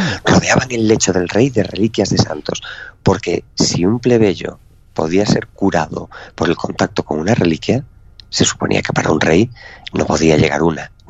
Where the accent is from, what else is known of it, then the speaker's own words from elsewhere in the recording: Galicia, Spain; soy gallego